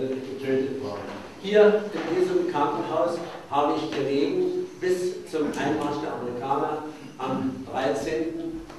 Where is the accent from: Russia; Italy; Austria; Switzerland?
Russia; Königsberg, Kaliningrad Oblast; born or raised there; now in Germany